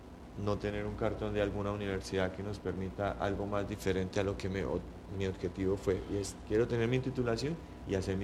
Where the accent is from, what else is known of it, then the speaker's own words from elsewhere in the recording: Colombia; uno como buen colombiano